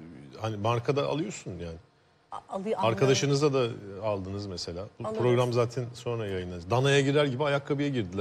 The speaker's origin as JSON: {"language": "Turkish", "region": "Istanbul", "country": "Turkey", "tie": "born or raised there", "said": "Kadıköy'de büyüdüm ben."}